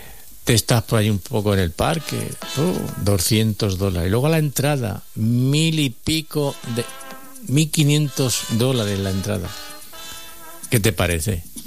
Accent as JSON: {"language": "Spanish", "town": "Las Mesas", "region": "Castilla-La Mancha", "country": "Spain", "said": "De las Mesas, y mis padres son meseños, y mis abuelos y mis bisabuelos."}